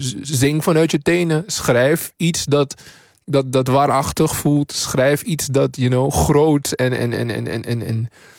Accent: Suriname; Toen ik in Suriname opgroeide op de middelbare school, ging het vooral over zijn taal

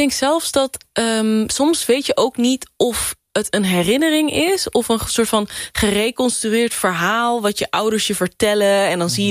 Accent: Culemborg, Gelderland, Netherlands; En ook waar ik ben opgegroeid, in Culemborg. En ik ben zelf van een Maroon afkomst.

